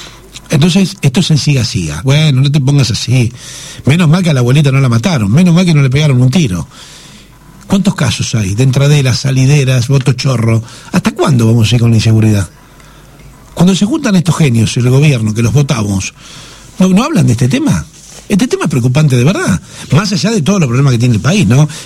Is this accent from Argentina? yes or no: yes; Argentina